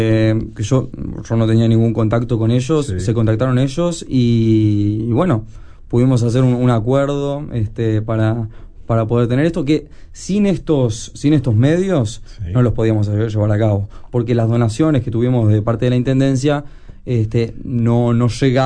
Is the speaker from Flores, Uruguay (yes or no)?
no; Montevideo, Uruguay; nosotros somos habitantes de Montevideo